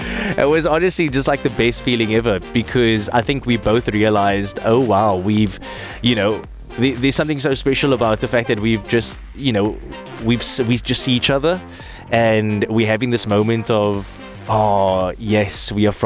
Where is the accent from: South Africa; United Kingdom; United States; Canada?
South Africa; now in United Arab Emirates; But they didn't know that I was also from South Africa, could understand everything they were saying.